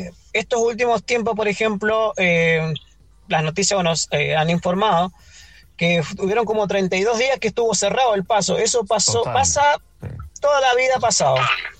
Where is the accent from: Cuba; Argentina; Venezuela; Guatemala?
Argentina; now in Chile; Nosotros, bueno, en Argentina se acostumbra, no sé, los domingos juntarse o con la mamá, o con el papá